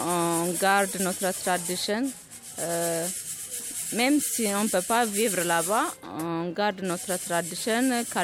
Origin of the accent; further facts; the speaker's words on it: Ethiopia; Je suis venue d'Éthiopie. Je viens d'Éthiopie.